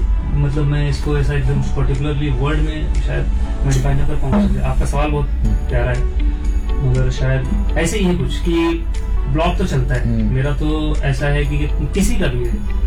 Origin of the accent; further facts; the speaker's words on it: Lucknow, Uttar Pradesh, India; मैं जैसे मैं लखनऊ से हूँ तो मेरी उर्दू थोड़ी अच्छी ग्रिप है उर्दू पे, मगर उतनी भी अच्छी नहीं।